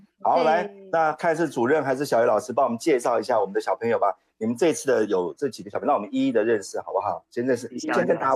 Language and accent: Chinese; Tongxiao, Miaoli County, Taiwan; moved away; 那是我的家乡啊